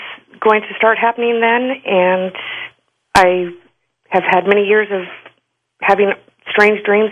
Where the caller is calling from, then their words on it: Sacramento, California, United States; I am calling from Sacramento, California.